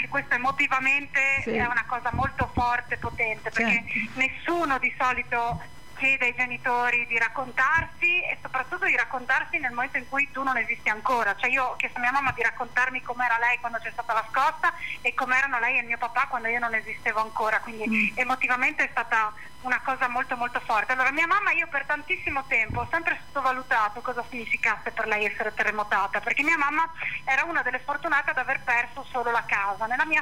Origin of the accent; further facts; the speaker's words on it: Gemona del Friuli, Friuli-Venezia Giulia, Italy; dall'essere nata e cresciuta a Gemona del Friuli.